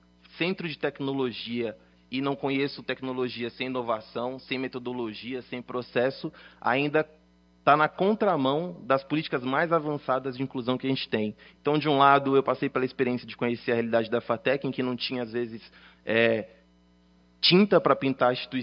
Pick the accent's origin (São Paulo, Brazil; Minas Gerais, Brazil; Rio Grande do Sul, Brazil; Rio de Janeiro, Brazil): São Paulo, Brazil; eu sou da Zona Leste de São Paulo, eu nasci no Jardim dos Ipês, um lugar que de jardim de IP nunca teve nada, então era favela quebrada.